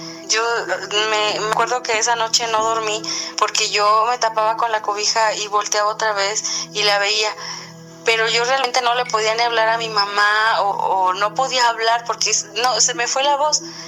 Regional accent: Querétaro, Mexico; soy del estado de Querétaro.

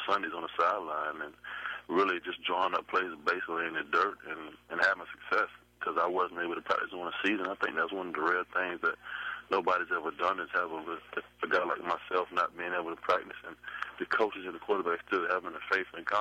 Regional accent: Virginia Beach, Virginia, United States; growing up in Virginia Beach

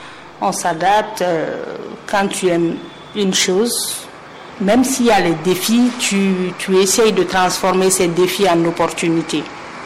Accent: Conakry, Guinea; first language Mandinka; French is a second language; je suis née à Conakry, à Imbaya. J'ai grandi à Conakry, donc voilà, c'est pendant quelques vacances que je partais à l'intérieur du pays.

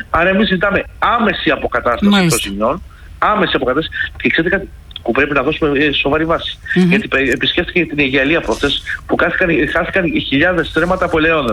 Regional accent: Attica, Greece; Τυχαίνει, όπως γνωρίζετε, είμαι από την Ανατολική Αττική και ειδικότερα από αυτό το κομμάτι της Ανατολικής Αττικής

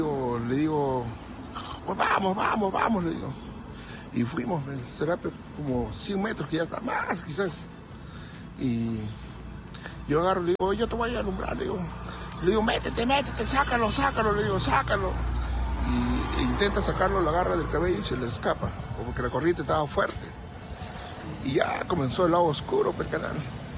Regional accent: Sama, Tacna, Peru; Soy de Sama

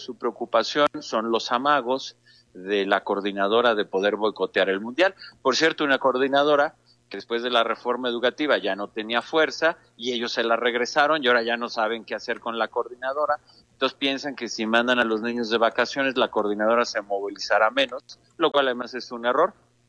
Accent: Mexico

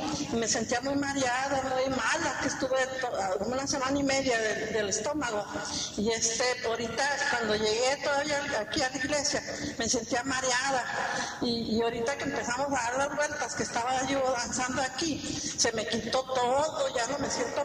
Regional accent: Ciudad Juárez, Chihuahua, Mexico; Vengo de Juárez.

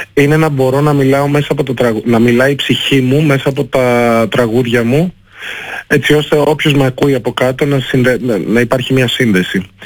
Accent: Greece; Η μαμά μου είναι Αφρικανίδα και ο μπαμπάς μου είναι Έλληνας. Έχω γεννηθεί και έχω μεγαλώσει στην Ελλάδα.

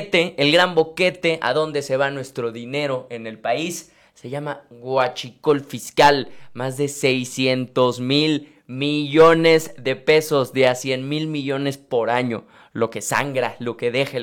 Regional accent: Mexico; seguimos siendo todos mexicanos

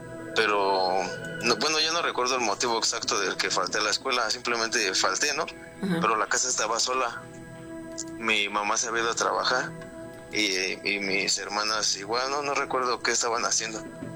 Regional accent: Mexico City, Mexico; Yo soy de la Ciudad de México, Iztapalapa.

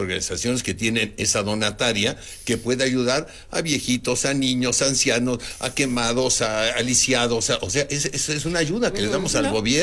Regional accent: Mexico City, Mexico; born there; Yo nací en la Lagunilla, por eso lo menciono.

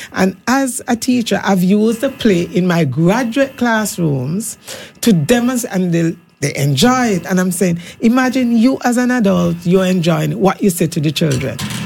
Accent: Montserrat; I'm from Montserrat, I like small groups.

